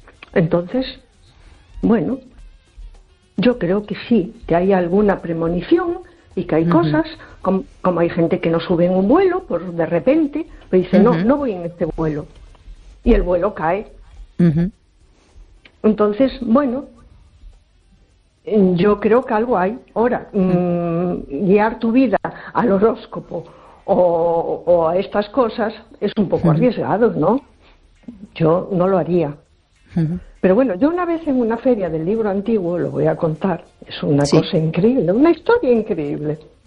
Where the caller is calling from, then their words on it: A Coruña, Galicia, Spain; de Coruña.